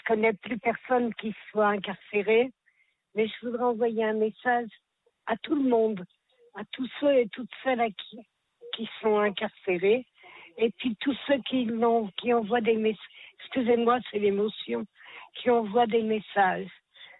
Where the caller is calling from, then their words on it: Paris, Île-de-France, France; Oui, bonjour … de Paris.